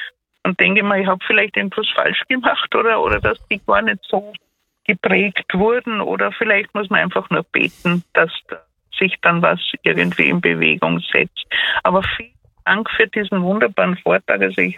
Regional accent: Tyrol, Austria; Ich bin in Tirol aufgewachsen, 4 Jahre habe ich Volksschule gemacht in Schwarzim

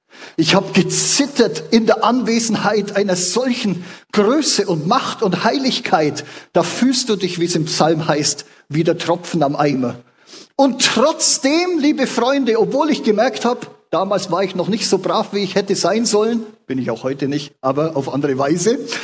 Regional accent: Bavaria, Germany; ich bin gebürtiger Allgäuer, auf dem Land aufgewachsen.

